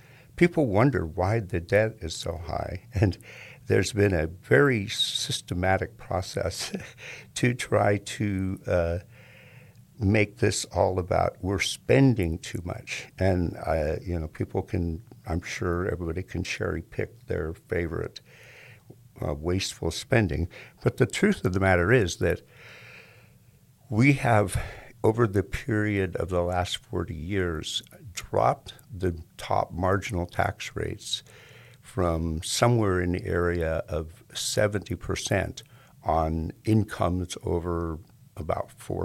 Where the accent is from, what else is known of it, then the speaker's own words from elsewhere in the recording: United States; for me as an American citizen